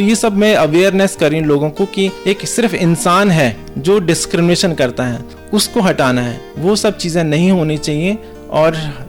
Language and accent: Hindi; Uttarakhand, India; moved away; मैं भी उत्तराखंड से आई हूँ